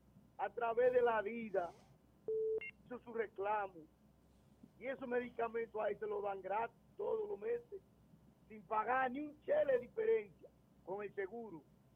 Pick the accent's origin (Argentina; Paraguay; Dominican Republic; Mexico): Dominican Republic; Muchas veces, nosotros como dominicanos, las leyes nos confieren muchos derechos